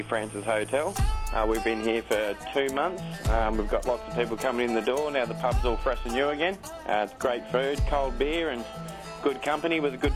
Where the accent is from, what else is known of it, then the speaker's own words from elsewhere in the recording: Logan, Queensland, Australia; We come from Logan and we've just been travelling for the last 4 or 5 years running pubs up and down Australia.